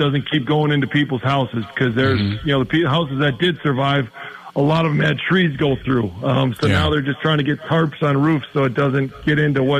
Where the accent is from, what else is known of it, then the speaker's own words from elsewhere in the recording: Appleton, Wisconsin, United States; I love being from Wisconsin. I love being, you know, growing up in Appleton. I love being a part of this community.